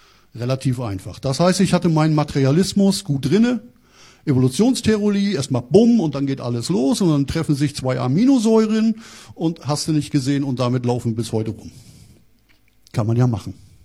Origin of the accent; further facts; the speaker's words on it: Rostock district, Mecklenburg-Vorpommern, Germany; accent: northern; Aufgewachsen und geboren bin ich ganz im Norden, hört man vielleicht an der Stimme. Also ich sage mal, das ist jetzt nicht direkt sächsisch. Ich bemühe mich, habe mich auch nie bemüht, meine Heimatsprache zu vergessen. Ich bin eher bemüht, sie nicht völlig durchklingen zu lassen.